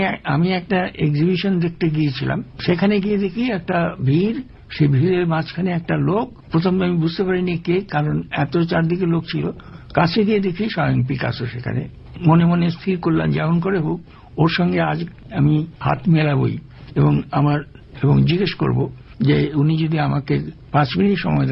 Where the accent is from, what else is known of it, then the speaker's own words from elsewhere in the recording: Kolkata, West Bengal, India; moved away as an adult; আমি কলকাতার লোক